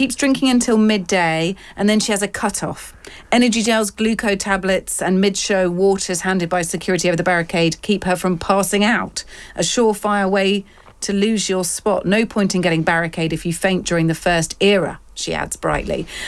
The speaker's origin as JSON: {"language": "English", "town": "Glastonbury", "region": "South West England", "country": "United Kingdom", "said": "I'm from Glastonbury."}